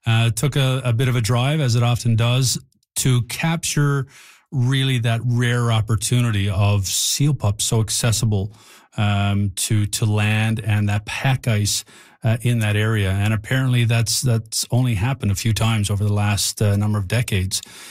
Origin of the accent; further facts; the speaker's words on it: Canada; And Canadian Geographic represents our nation so well when it comes to its people, its culture, its wildlife, its environment